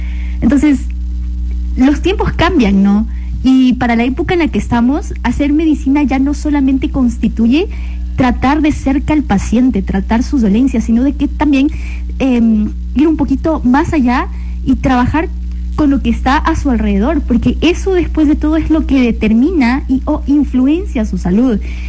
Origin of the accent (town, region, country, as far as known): Ecuador